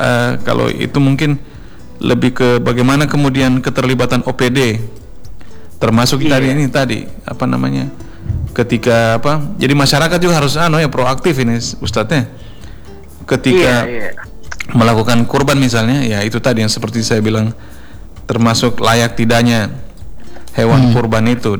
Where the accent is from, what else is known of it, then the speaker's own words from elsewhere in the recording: Palu, Central Sulawesi, Indonesia; khususnya kita Tokaili di karena saya besar tumbuh di Lolu ini, kampung Lolu.